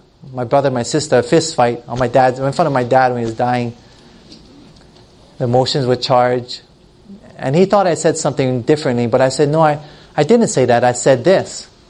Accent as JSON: {"language": "English", "town": "Hilo", "region": "Hawaii", "country": "United States", "tie": "born or raised there", "moved": "as an adult", "said": "back to my hometown where I grew up in Hilo, Hawaii. My family's from, they all lived there"}